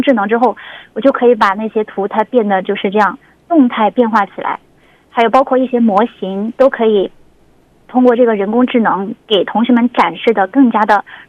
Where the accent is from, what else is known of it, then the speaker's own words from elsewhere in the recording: Chongqing, China; moved away as an adult; now in Kashgar, China; 出生长在重庆